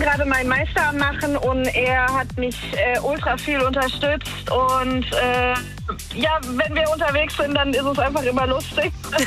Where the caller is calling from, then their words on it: Weiterstadt, Hesse, Germany; Aus Weiterstadt.